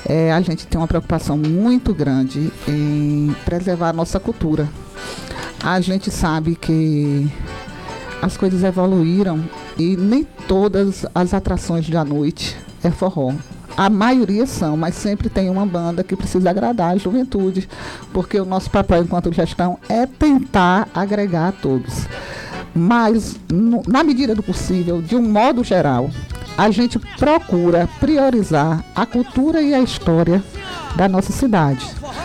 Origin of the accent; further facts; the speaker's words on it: Piritiba, Bahia, Brazil; eu nasci em Piritiba. E eu morava ali na Rua da Igreja